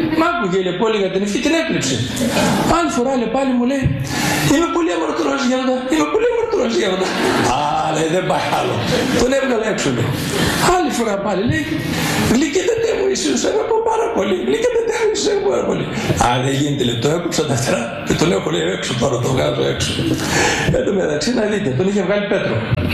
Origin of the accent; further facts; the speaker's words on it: Trikala, Thessaly, Greece; με το χωριό μου, εγώ με Τρικαλινός